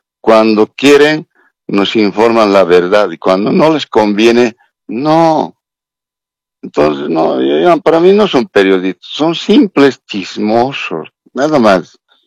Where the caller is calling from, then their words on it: La Paz, Bolivia; aquí en La Paz